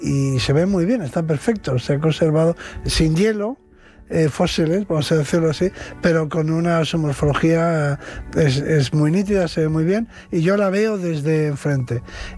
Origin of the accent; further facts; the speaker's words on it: Bilbao, Basque Country, Spain; pero yo todavía he conocido de niño, en mi casa, en Bilbao, por ejemplo, no había frigoríficos